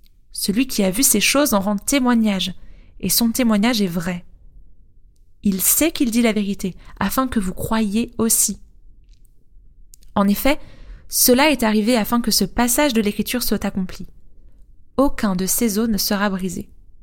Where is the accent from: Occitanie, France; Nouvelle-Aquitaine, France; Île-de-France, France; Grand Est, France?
Grand Est, France; Moi, je viens de Lorraine. Mais de cette partie qui n'a jamais été allemande.